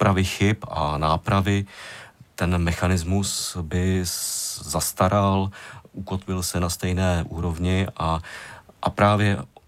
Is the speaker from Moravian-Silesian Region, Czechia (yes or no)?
no; Vysočina Region, Czechia; já jsem hrdý z Vysočiny, takže já to teď zmiňuji takhle široce.